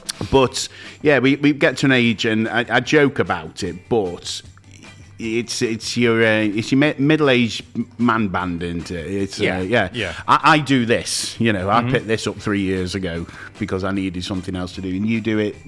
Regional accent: Biddulph, West Midlands, United Kingdom; I am from Biddulph originally.

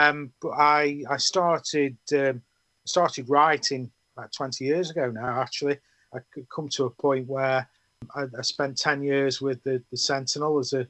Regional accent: Stoke-on-Trent, West Midlands, United Kingdom; where I grew up in the Potteries.

